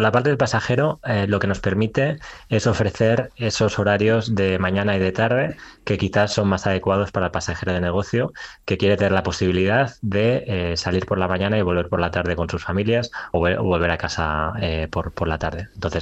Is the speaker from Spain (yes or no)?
yes; Barcelona, Catalonia, Spain; yo soy de Barcelona